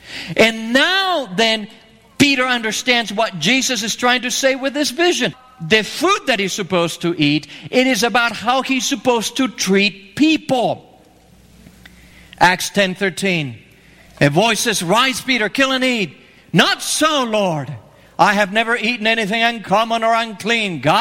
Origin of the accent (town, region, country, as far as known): Argentina; born or raised there; English is a second language; moved away